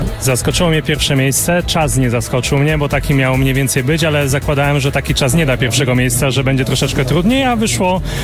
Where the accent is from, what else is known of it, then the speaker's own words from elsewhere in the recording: Biecz, Lesser Poland, Poland; No i Jasło, ja pochodzę z Biecza, także mam kilka kilometrów, żeby tutaj podjechać